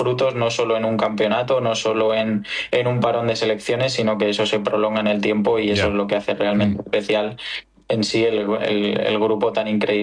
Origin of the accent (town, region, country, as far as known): Spain